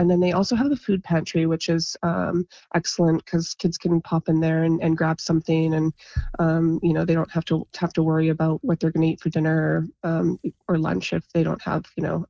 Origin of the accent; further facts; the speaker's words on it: Vernon, British Columbia, Canada; moved away as an adult; also born or lived in New York; I lived in New York and I was born and raised here in Vernon.